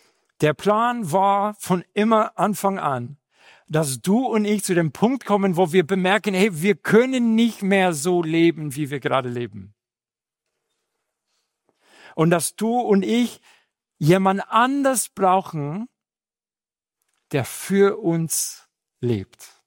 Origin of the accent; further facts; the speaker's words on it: Madrid, Community of Madrid, Spain; German is a second language; also born or lived in Seville / Chicago; now in Fischbach, Germany; Ich bin in Großstadt Madrid aufgewachsen, bin in Sevilla geboren, Madrid aufgewachsen, dann bin ich umgezogen in die Nähe von Chicago und jetzt wohne ich in der nächste große Weltstadt Fischbach.